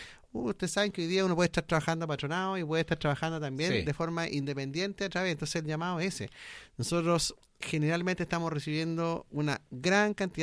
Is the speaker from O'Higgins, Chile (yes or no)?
yes; Quinta de Tilcoco, O'Higgins, Chile; Todos somos Quinta de Ticoco. Huacargüe es un sector de Quinta de Ticoco. La Viña es un sector de Quinta de Ticoco.